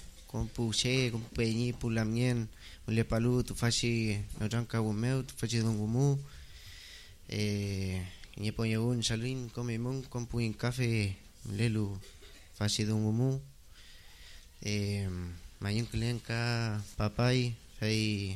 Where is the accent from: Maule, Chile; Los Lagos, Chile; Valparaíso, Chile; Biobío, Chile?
Biobío, Chile; Penco; soy de aquí de Penco, soy criado aquí en este territorio, en los cerros, ¿no es cierto? En el Lauquén.